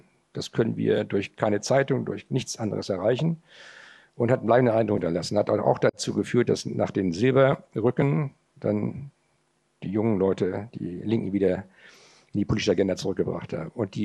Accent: Northern Germany, Germany; Ich bin auch Norddeutscher, sage ich bewusst

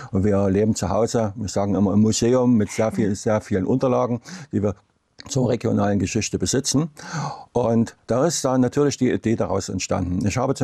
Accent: Neukirchen, Saxony, Germany; Wir stammen aus Neukirchen bei Grimmitschau.

